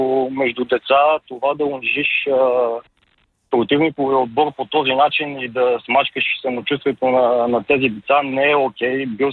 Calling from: Pazardzhik, Pazardzhik Province, Bulgaria; съм от Пазарджик.

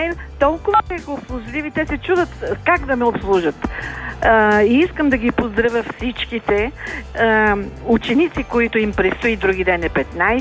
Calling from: Sofia, Sofia City, Bulgaria; Здравей, … … от София.

